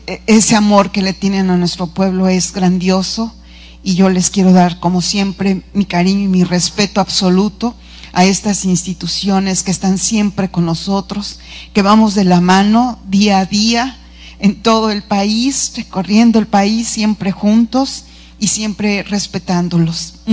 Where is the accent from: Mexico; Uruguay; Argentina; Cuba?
Mexico